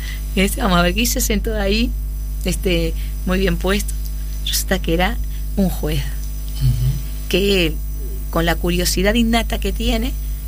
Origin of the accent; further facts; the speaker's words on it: Uruguay; como uruguayos que somos